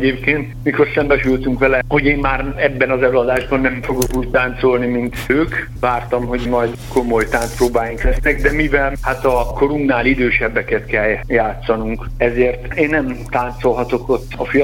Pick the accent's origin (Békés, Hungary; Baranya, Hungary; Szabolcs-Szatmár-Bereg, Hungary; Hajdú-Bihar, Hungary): Hajdú-Bihar, Hungary; Debrecen; also born or lived in Budapest; ismét visszakerültem a szülővárosomba, mármint a diploma után.